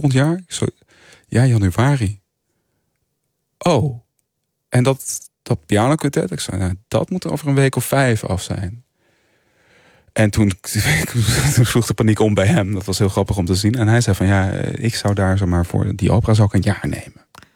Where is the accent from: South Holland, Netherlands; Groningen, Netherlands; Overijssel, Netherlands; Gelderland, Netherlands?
Gelderland, Netherlands; Culemborg; Kom ik uit. Ja. En ben ik opgegroeid.